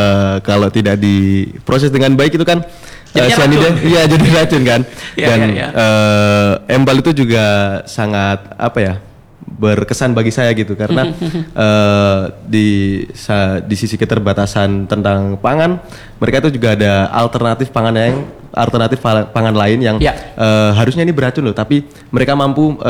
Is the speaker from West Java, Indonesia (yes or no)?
no; Lamongan, East Java, Indonesia; moved away as an adult; now in Southeast Maluku, Indonesia; Aslinya dari Lamongan